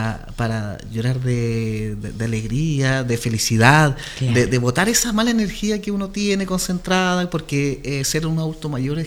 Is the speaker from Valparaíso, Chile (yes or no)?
no; Osorno, Los Lagos, Chile; No, yo soy osornino.